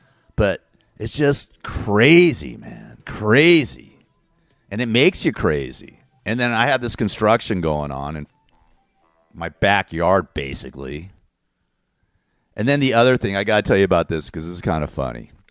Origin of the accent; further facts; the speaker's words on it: Los Angeles, California, United States; now in Inland Empire, United States; You know, I grew up in the San Fernando Valley. I grew up in Tarzana and Woodland Hills.